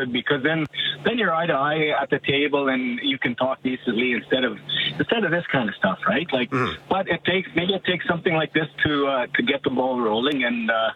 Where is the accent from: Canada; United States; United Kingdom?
Canada; St. Paul, Alberta; So St. Paul is my hometown, Courtney. Mm-hmm. Growing up in St. Paul, my relatives, my uncles, my aunties, my grandparents, great uncles and aunts and stuff like that, they always talked about St. Paul the Métis and how it was taken.